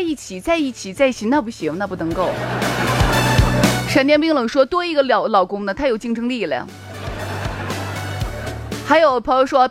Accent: Shaanxi, China

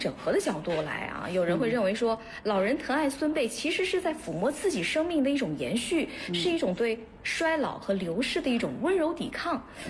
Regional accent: China

